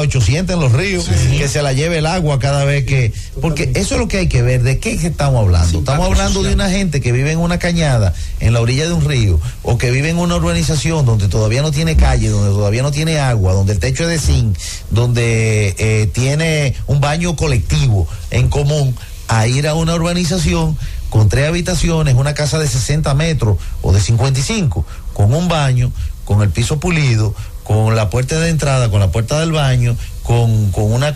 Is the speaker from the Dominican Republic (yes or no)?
yes; Moca, Espaillat, Dominican Republic; Yo a mucho orgullo digo que yo soy de Moca, y camino mucho el país